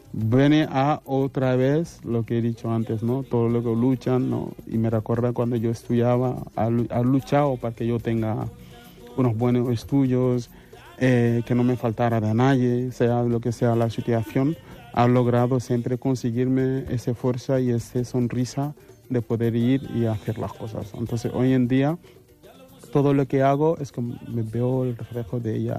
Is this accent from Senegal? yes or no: yes; Senegal